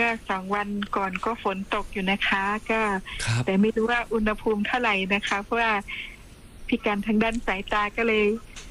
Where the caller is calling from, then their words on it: Sisaket, Thailand; โทรมาจากจังหวัดศรีสะเกษ